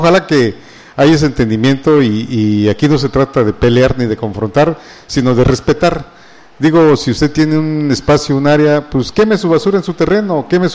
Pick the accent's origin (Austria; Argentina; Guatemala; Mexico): Mexico